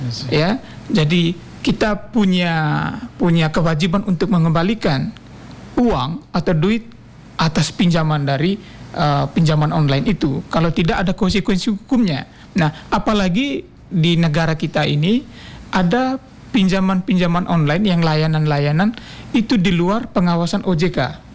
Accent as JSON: {"language": "Indonesian", "area": "Nangaba", "region": "East Nusa Tenggara", "country": "Indonesia", "tie": "born or raised there", "moved": "yes", "lives_now": "Semarang, Indonesia", "said": "Saya asli ATN deh."}